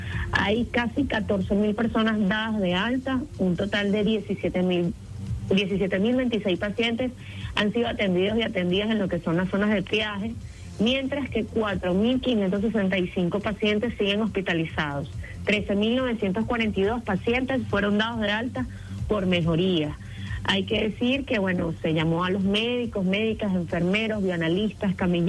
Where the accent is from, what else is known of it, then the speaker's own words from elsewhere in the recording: Venezuela; del reencontrarnos como venezolanos y venezolanas